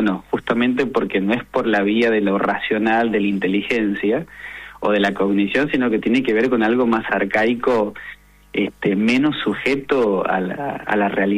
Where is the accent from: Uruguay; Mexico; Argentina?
Argentina